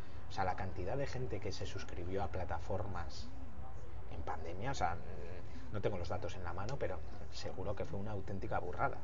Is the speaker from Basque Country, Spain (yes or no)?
yes; Bilbao, Basque Country, Spain; Mejor que somos de Bilbao.